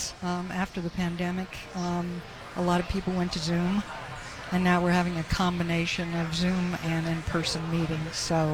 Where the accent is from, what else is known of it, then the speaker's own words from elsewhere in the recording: Durham, North Carolina, United States; moved away as an adult; also born or lived in Houston; now in Indianapolis, United States; I grew up in Durham and went to school in North Carolina.